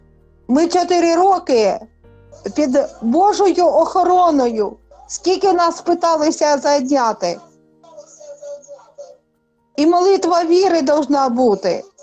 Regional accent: Kharkiv Oblast, Ukraine; Я з Харківщини.

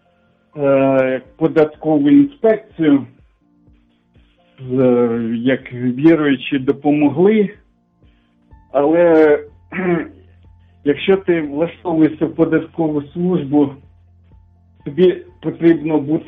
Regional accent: Kaharlyk district, Kyiv Oblast, Ukraine; born or raised there; moved away; also born or lived in Irpin

